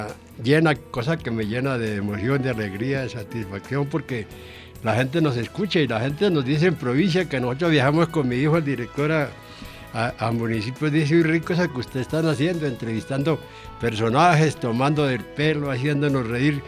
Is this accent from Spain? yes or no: no; Llanos Orientales, Colombia; me cogió la corriente de un río en mi tierra, en el llano me llevó.